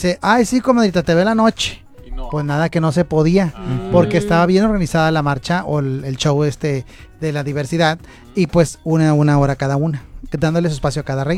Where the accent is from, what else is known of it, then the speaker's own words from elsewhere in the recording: Monterrey, Nuevo León, Mexico; Digo, la gente que somos de Monterrey sabemos quiénes son